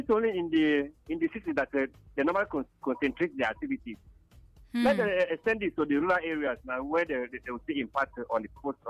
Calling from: Enugu State, Nigeria; the chemistry teacher, calling from Moro in the government bureau of Enugu State.

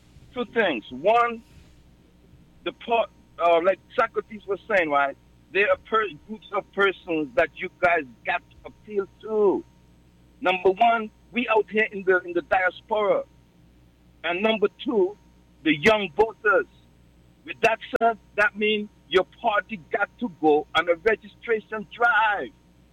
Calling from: Nevis, St. Kitts & Nevis; being that I'm from Nevis

